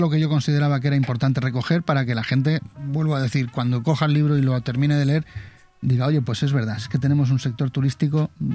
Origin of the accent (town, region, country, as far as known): Spain